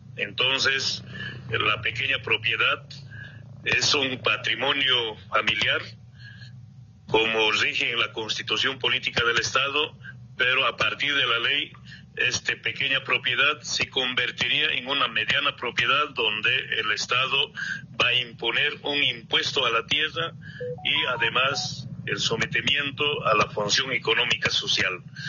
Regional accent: Bolivia; como cualquier boliviano, hemos sufrido bastante.

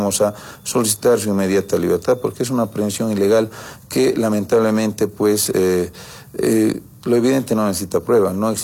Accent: Bolivia

